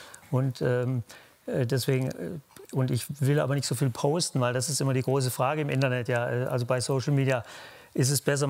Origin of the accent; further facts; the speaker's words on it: Swabia, Germany; Nee, da bin ich Schwabe.